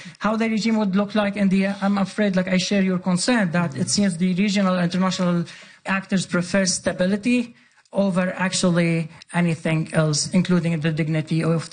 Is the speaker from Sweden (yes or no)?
yes; Sweden; very appreciated because I grew up in Sweden.